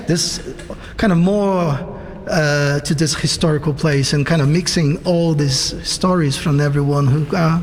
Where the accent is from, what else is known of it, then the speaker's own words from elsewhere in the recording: Brazil; also born or lived in Italy; So I was born in Brazil, Italian parents, did loads of Brazil, Italy, Italy, Brazil in my life when I was a kid. And yeah, I'm Braz Italian